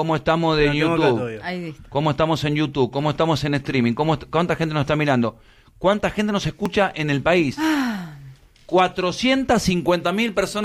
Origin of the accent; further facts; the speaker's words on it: Argentina; Y a mí me gustaría, como argentino y además transmito la sudamericana